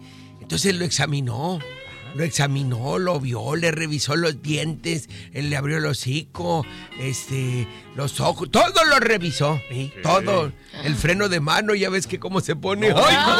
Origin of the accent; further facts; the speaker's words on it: Zacatecas, Mexico; now in Tijuana, Mexico; Bueno, es un pueblito que está cerca, ahí, cerquillas. Soy zacatecano.